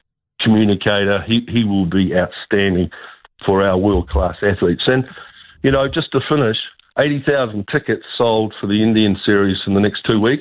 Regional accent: New Zealand; I'm a New Zealander. You know, I played for New Zealand

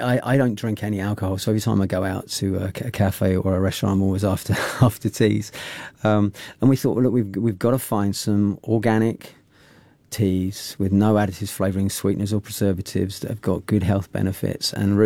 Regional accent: England, United Kingdom; And you can probably tell from our accents that we're English and we love tea.

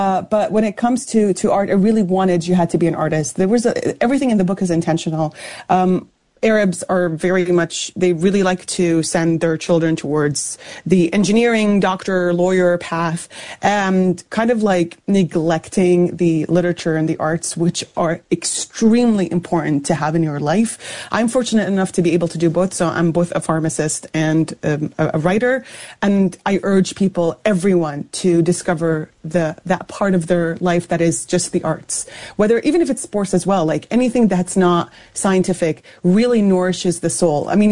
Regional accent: Canada; moved away as an adult; also born or lived in Syria; now in Switzerland; I'm Canadian, but I'm also Syrian.

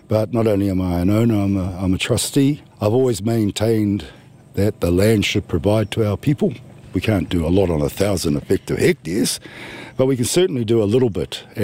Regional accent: Tikawiti, New Zealand; Kia ora Janina … I'm from Tikawiti and we're standing on Pukepoto Whenua

